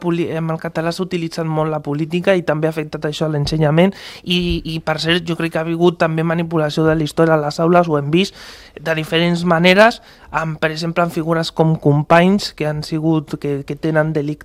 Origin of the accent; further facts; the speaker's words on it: Catalonia, Spain; Jo defenso el català, jo soc català.